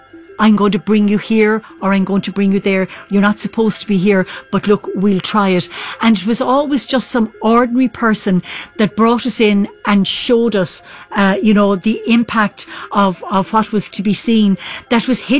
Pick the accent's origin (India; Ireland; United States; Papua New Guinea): Ireland; Clonmel, Tipperary; now in Cork, Ireland; my parents, my dad is from Donegal in County Cork, and my mother's from a place called Liscarroll in North Cork. But I was born and reared in Clonmel.